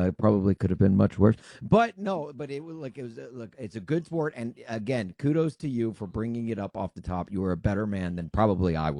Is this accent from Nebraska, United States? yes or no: no; Nashville, Tennessee, United States; I am from Nashville, right?